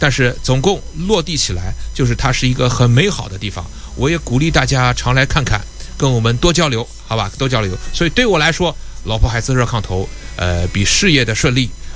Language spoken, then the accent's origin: Chinese; Shanghai, China; 因为我是上海的